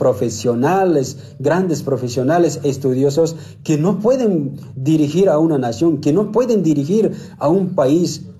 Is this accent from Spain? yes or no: no; Bolivia; Todos somos al final bolivianas y bolivianos